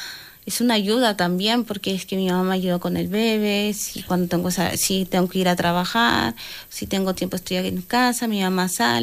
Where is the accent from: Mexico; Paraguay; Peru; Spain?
Peru; moved away; No lo creo, porque la situación en mi país ahorita está muy complicada realmente.